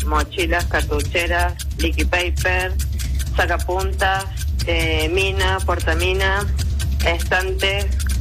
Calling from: Córdoba, Argentina; Desde Barrio General Bustos, desde el trabajo.

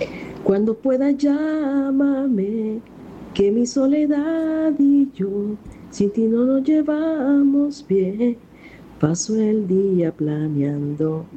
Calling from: Guadalajara, Jalisco, Mexico; Te hablo desde la ciudad de Guadalajara, México.

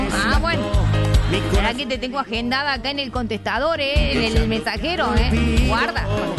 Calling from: Marcos Juárez, Córdoba, Argentina; de Marcos Juárez, estoy escuchando como todos los días la Popo.

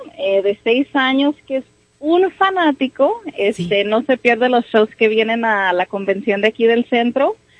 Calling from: Ciudad Juárez, Chihuahua, Mexico; Somos de Juárez, de Chihuahua.

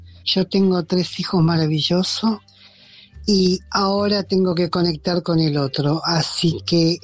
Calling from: Balvanera, Buenos Aires, Argentina; Así que estoy muy feliz … de Balvanera y no puedo pedir más a la vida

